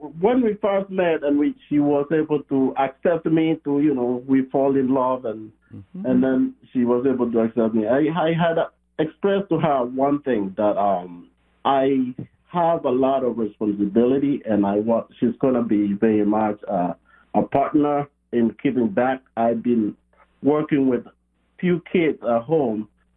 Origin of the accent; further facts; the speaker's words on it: Rift Valley, Kenya; I'm originally from Kenya.